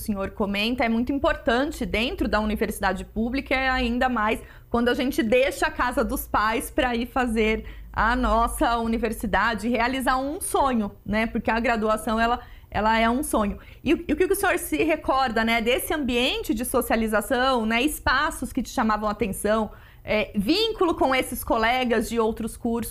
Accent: Bauru, São Paulo, Brazil; da relação familiar que se estabelece no município de Bauru, né, de onde eu sou egressa

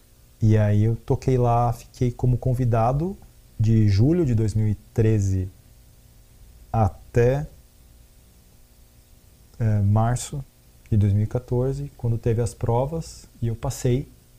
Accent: Brazil; also born or lived in Netherlands; Eu sou brasileiro, eu falo português, eu tenho a minha cultura, sabe? Até daria para ter ficado na Holanda, mas eu tinha muito mais oportunidades de trabalho aqui no Brasil do que lá

